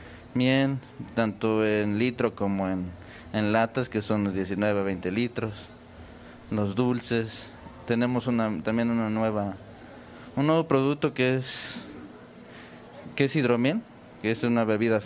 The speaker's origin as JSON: {"language": "Spanish", "town": "Tepoztlán", "region": "Morelos", "country": "Mexico", "said": "en la comunidad de donde venimos, que es San Andrés de la Cal, su casa allá en Tepoztlán, Morelos."}